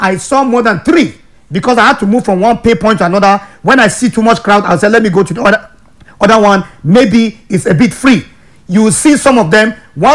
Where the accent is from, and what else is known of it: Nigeria